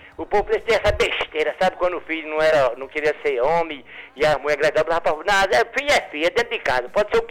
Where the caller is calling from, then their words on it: Cajazeiras, Brazil; Eu sou de Cajazeiras